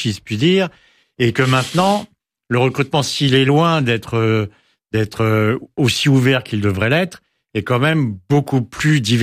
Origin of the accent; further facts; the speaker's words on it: Versailles, Île-de-France, France; also born or lived in Paris; On était à Versailles, j'ai passé mon enfance en Versailles. Alors c'est vrai que quand j'étais à l'école à Versailles … parce que j'avais passé ma petite enfance à Paris.